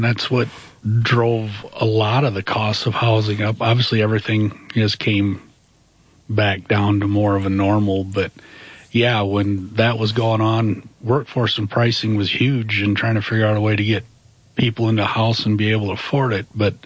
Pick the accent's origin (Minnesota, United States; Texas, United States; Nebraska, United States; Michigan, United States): Minnesota, United States; Rushmore; And I grew up in Rushmore in Southwest Minnesota, so always kind of around in there